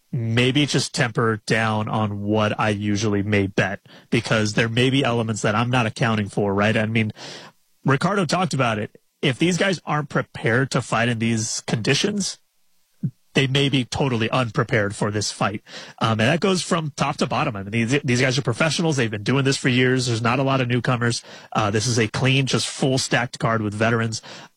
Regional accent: Florida, United States; I grew up in Florida, so I'm used to humidity

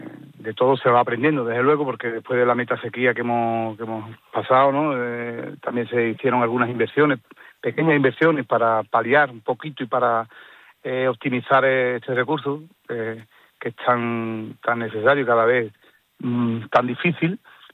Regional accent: Paterna, Spain; Yo siempre pongo de ejemplo de cuando estaba de alcalde en mi pueblo, en Paterna

